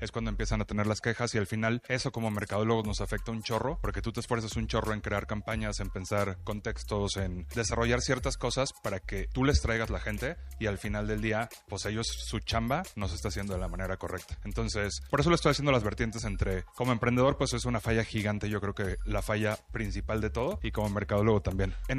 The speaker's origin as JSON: {"language": "Spanish", "region": "Aguascalientes", "country": "Mexico", "moved": "as an adult", "lives_now": "San Luis Potosí, Mexico", "said": "Yo estudié en la Universidad Autónoma de Aguascalientes, soy de Aguascalientes, llevo ya 10 años, bueno, 11 años viviendo aquí en San Luis Potosí."}